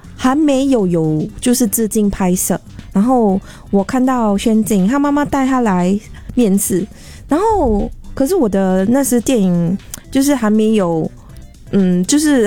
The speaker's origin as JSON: {"language": "Chinese", "town": "Chaozhou", "region": "Guangdong", "country": "China", "said": "然后我是潮州人。"}